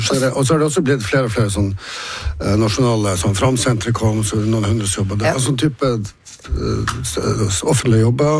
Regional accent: Tromsø, Troms, Norway

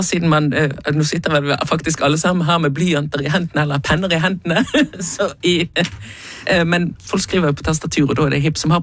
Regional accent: Bergen, Vestland, Norway

